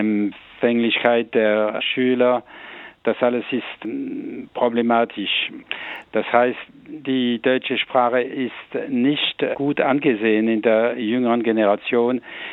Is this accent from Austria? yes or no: no; Grand Est, France; Ich würde hinzufügen, ich bin Elsässer, weil ich Europäer bin.